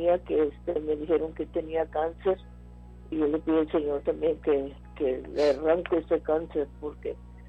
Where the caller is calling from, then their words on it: Lubbock, Texas, United States; de Lubbock.